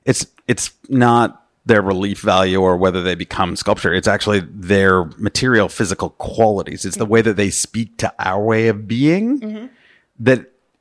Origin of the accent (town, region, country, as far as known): Calgary, Alberta, Canada; born there